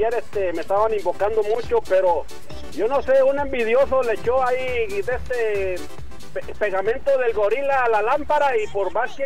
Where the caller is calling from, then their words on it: Guadalajara, Jalisco, Mexico; Y arriba Guadalajara, Jalisco, que es mi tierra. Y ahí nunca pasa nada, somos bien tranquilos.